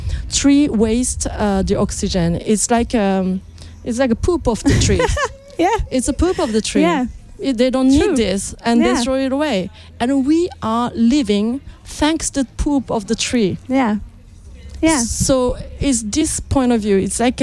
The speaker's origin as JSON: {"language": "English", "country": "Japan", "second_language": "English", "said": "I'm from Japan, so I'm pointing Europe as a different part of geographically mm-hmm. on Earth from where I come from."}